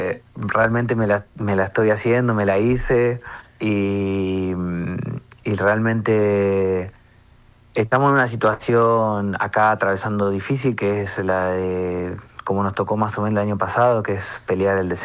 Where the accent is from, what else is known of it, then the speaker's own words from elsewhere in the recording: Argentina; moved away as an adult; now in Brazil; somos cuatro argentinos que vamos a estar seguramente ahí